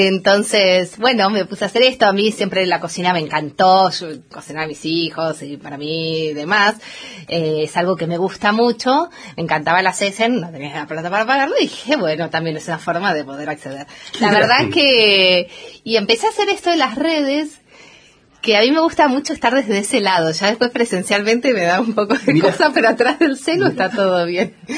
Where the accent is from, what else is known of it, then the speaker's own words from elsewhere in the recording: Buenos Aires, Argentina; moved away as an adult; now in Esquel, Argentina; yo soy de Buenos Aires, estoy acá en Esquel hace casi 11 años